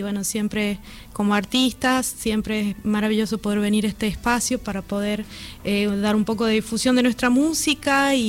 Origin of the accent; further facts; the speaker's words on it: Colpes, Catamarca, Argentina; now in Buenos Aires, Argentina; en mi pueblito allá en Colpes de Pomán